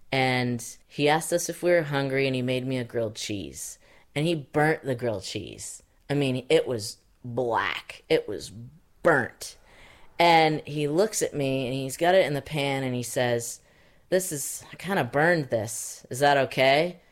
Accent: Lamoille County, Vermont, United States; I grew up in French-speaking Vermont. There were a lot of farms in the valley.

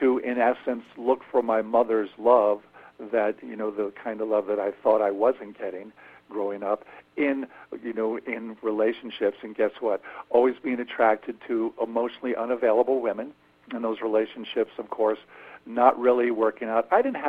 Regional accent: Kingston, New York, United States; we grew up in Kingston, New York, and this was a very middle-class town that had, you know, strong Catholic population, and there were Irish, and there were Italians, and there were African Americans

